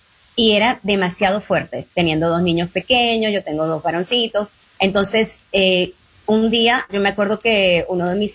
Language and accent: Spanish; Dominican Republic; moved away; yo abría mis conversaciones con cada cliente con que yo soy latina, que vine de República Dominicana y soy mujer y soy ingeniero.